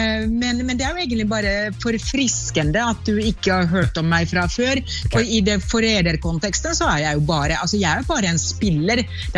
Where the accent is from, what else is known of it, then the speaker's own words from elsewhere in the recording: Finland; now in Norway; jeg er finsk